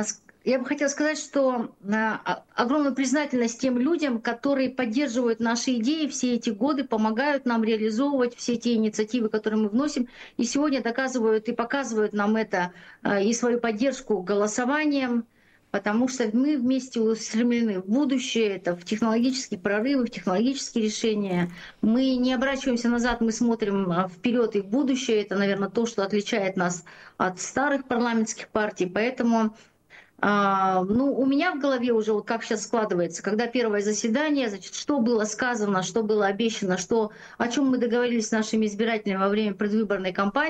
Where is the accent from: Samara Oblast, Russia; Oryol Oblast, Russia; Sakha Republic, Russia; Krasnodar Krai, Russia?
Sakha Republic, Russia; И с моей малой родины, из Чуропчинского района, поступила первая новость для партии